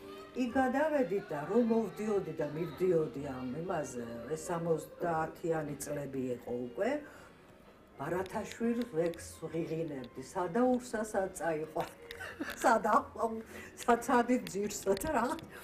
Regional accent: Tbilisi, Georgia; გავიზარდე ვერაზე ხოშტარიას ქუჩაზე, რომელიც არის გოგებაშვილსა და ბარნოვს შორის.

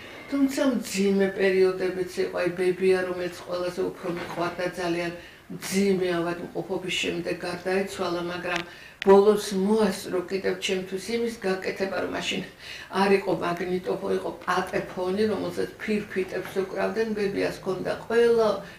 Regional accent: Tbilisi, Georgia; born or raised there; moved away

